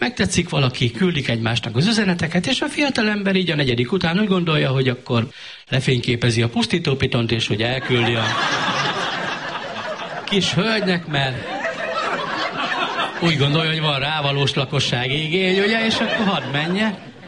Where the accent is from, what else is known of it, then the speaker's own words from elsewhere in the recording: Miskolc, Borsod-Abaúj-Zemplén, Hungary; én meg miskolci vagyok